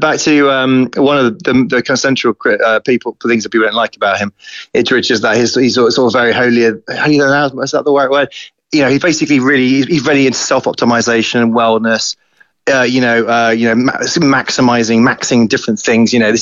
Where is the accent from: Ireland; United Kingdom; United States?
United Kingdom; I'm British